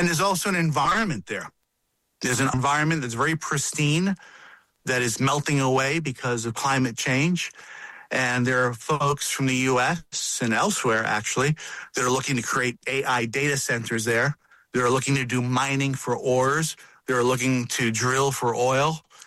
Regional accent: New York City, New York, United States; I grew up in New York.

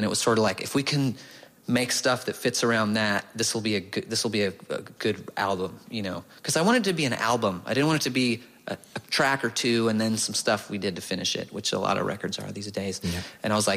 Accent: Tuscaloosa, Alabama, United States; I grew up in the South

